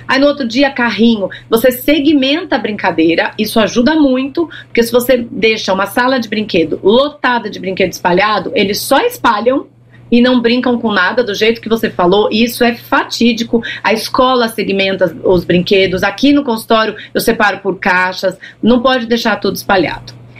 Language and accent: Portuguese; Brazil; A gente aqui, como brasileiro